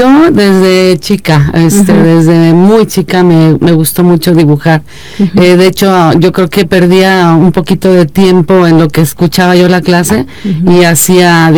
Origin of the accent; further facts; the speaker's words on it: Querétaro, Mexico; Yo soy queretana de corazón, mi papá fotógrafo de muchos años